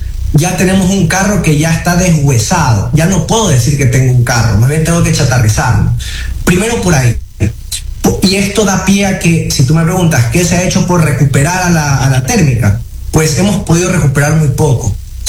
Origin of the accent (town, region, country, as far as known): Ecuador